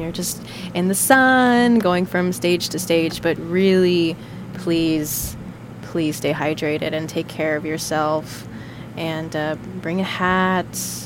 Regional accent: California, United States; I love being in the heat. I'm from SoCal.

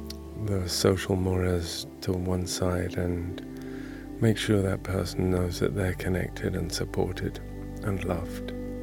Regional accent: England, United Kingdom; particularly being an English person

